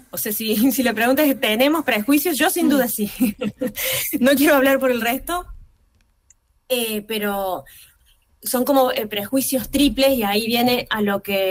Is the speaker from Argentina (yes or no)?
yes; Argentina; Indistinto, estando en Argentina y siendo argentina, no habiendo vivido en otro lugar, y llegar a la BPS.